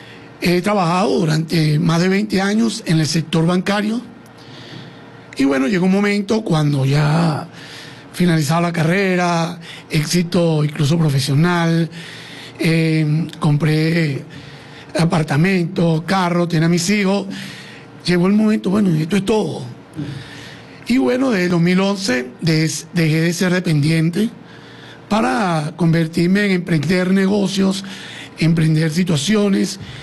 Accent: Caracas, Capital District, Venezuela; moved away as an adult; now in Barquisimeto, Venezuela; soy natural de Caracas, me mudé a finales de los años 90 para acá, para esta ciudad de Barquisimeto, que me ha acogido muy bien

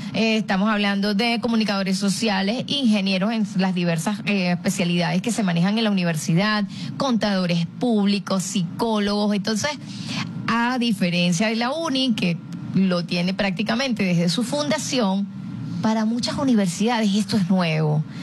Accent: Ciudad Bolívar, Bolívar, Venezuela; Bueno, saludos a mis paisanos, yo soy del estado Bolívar, nací en Ciudad Bolívar

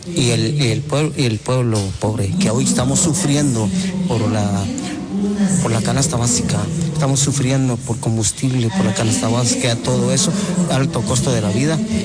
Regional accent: Santa Cruz Verapaz, Alta Verapaz, Guatemala; soy del territorio Pocomchí, Maya Pocomchí

